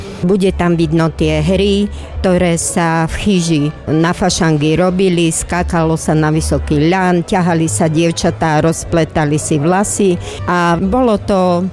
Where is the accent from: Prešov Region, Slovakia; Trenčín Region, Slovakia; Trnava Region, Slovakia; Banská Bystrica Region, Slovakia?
Banská Bystrica Region, Slovakia; Polomka; u nás na Polomke